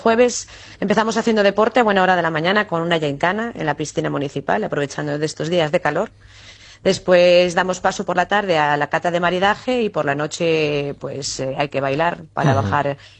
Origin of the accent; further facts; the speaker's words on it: Fabero, Castile and León, Spain; la gente que somos de Favero y están fuera